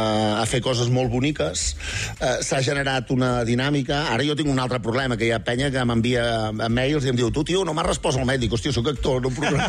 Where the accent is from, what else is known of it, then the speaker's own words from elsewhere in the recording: Sant Miquel de Balenyà, Catalonia, Spain; Allò on vas néixer, on vas començar a fer pastorets, on amb 14 anys ens van donar la clau.